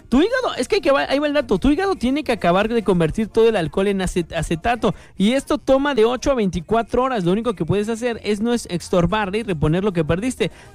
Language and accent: Spanish; Mexico; Yo como mexicano, ¿me la curo con?